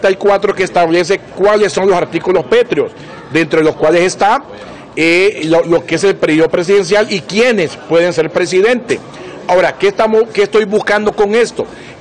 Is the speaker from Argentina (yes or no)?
no; Honduras; yo estoy como abogado, como hondureño